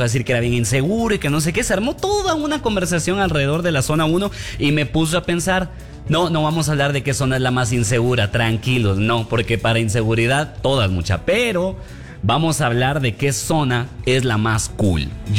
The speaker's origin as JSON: {"language": "Spanish", "town": "Guatemala City", "region": "Guatemala Department", "country": "Guatemala", "tie": "born there", "moved": "yes", "lives_now": "Mixco, Guatemala", "said": "Pero yo no vengo de Misco. Yo nací en la zona 18."}